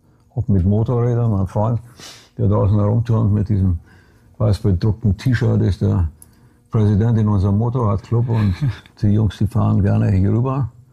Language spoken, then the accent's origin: German; Brasov, Brașov County, Romania; Ich bin geboren in Kronstadt in Rumänien im Karpatenbogen. Und das ist vielleicht nicht ganz so hoch, aber auch gebirgig.